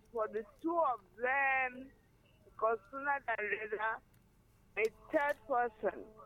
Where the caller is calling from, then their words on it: Ila, Delta, Nigeria; I'm calling from Ila.